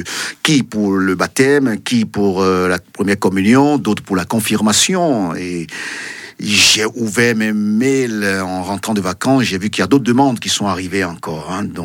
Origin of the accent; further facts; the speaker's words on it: Benin; Ah oui, chez nous au Bénin, dans notre culture, les repas, on ne partage pas le pain avec n'importe qui.